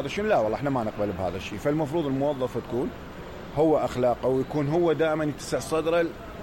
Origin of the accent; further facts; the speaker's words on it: Basra, Basra Governorate, Iraq; احنا الناس من البصره تختلف وضعيه